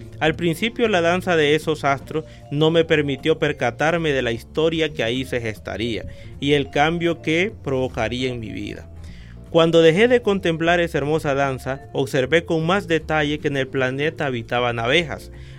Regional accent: Honduras; en mi región, en mi país

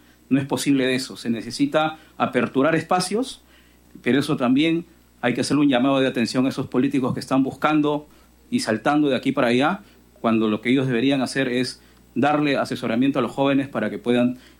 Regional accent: Callao, Peru; born there; somos chalacos. Hemos nacido y vivimos en el Callao

